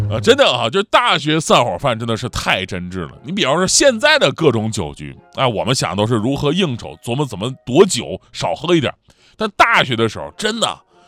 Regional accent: Northeast China, China; 我东北人

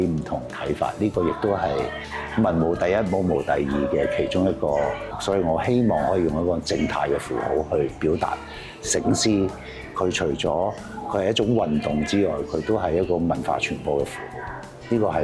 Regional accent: Lingnan, China; 我們南方人也好、嶺南人也好，包括我們中華民族也好

